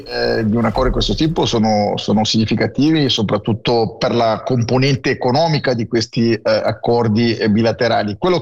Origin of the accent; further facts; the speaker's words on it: Ticino, Switzerland; come ticinesi